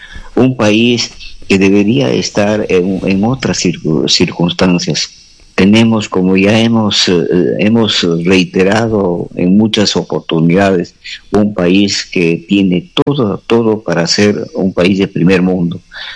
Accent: Amazonas, Peru; como peruanos, fundamentalmente como amazonenses

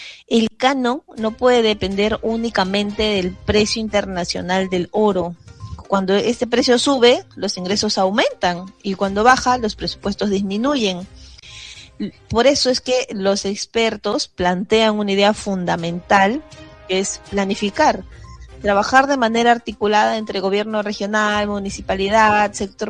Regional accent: Peru

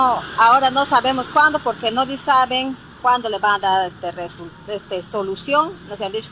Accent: Juanjuí, San Martín, Peru; Mi hijita, yo vengo de Juanjuy, estoy aquí desde el jueves, ya.

